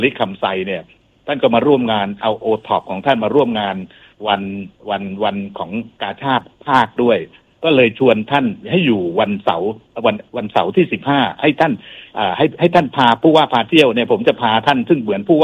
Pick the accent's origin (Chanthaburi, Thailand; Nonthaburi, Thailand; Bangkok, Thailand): Chanthaburi, Thailand; ซึ่งผมมาจากจันทบุรีนะครับชื่อเสียงของจันทบุรีเนี่ยผมเป็นคนเมืองจัน